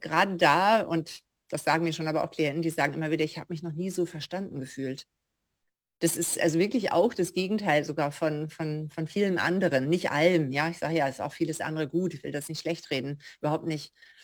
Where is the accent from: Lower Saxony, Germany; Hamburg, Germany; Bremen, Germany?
Hamburg, Germany; moved away as an adult; now in Graz, Austria; Und der Beginn war in Hamburg tatsächlich, also annähernd meiner Heimat. Also ich komme aus der Nähe und bin aber mit 50 Jahren vorrangig nach Graz gezogen, der Liebe wegen